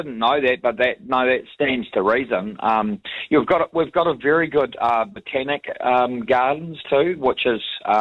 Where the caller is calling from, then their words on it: Whanganui, Manawatū-Whanganui, New Zealand; I'm from Whanganui. Well, I'm back in Whanganui now. I've been travelling the South Island for the last about 3 weeks.